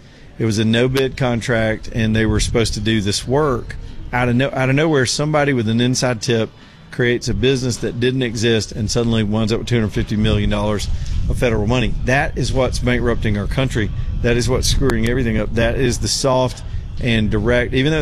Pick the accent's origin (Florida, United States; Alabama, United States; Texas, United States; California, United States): Alabama, United States; They picked up on my accent. The guy saw my ID was from Alabama.